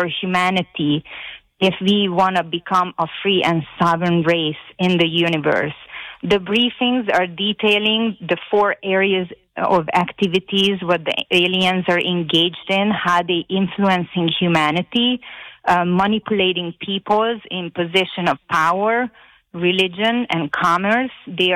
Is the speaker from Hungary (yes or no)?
yes; Hungary; moved away as an adult; Okay, so this came to me because I was born and raised in Hungary. And when I came on a vacation here in 1999